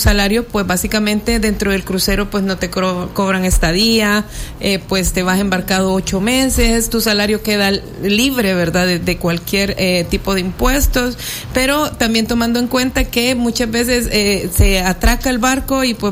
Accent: El Salvador; Siempre somos salvadoreños

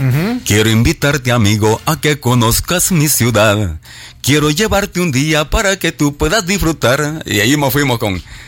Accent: Tenancingo, Cuscatlán, El Salvador; born there; moved away; also born or lived in Texas; Tenancingo, mi Tenancingo querido.

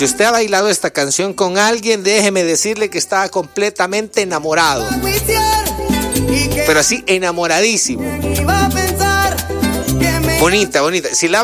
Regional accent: San Miguel, El Salvador; moved away; Yo soy de San Miguel.

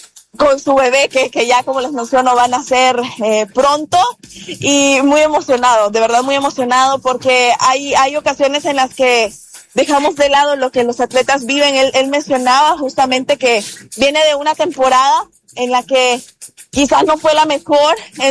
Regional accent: El Salvador

